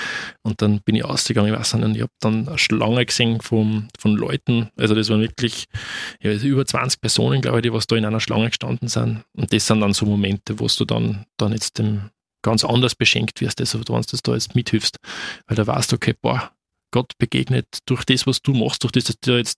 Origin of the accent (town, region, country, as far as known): Wels, Upper Austria, Austria